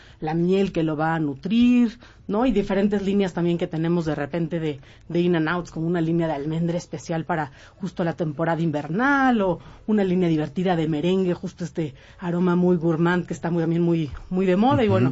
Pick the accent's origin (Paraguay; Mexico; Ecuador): Mexico; Un orgullo como mexicano